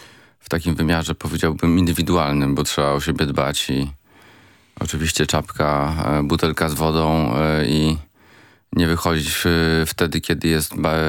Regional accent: Warsaw, Masovian Voivodeship, Poland; Na szczęście ja jestem z Warszawy

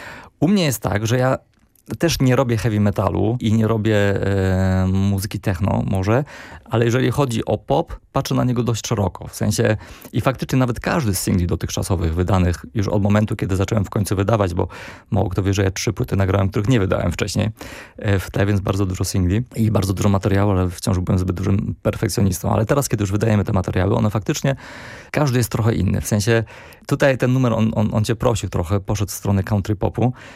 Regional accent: Berlin, Germany; now in Poland; ja wychowałem się w Niemczech, w Berlinie.

